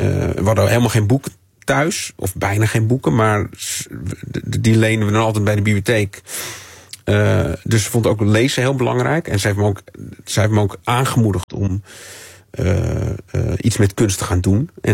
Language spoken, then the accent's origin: Dutch; Amsterdam, North Holland, Netherlands; Want ik ben opgegroeid in Amsterdam. Dus op een gegeven moment gingen we naar alle musea af.